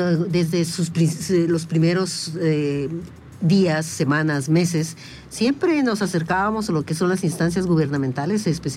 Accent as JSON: {"language": "Spanish", "country": "Guatemala", "said": "desde el momento en que somos ciudadanos guatemaltecos"}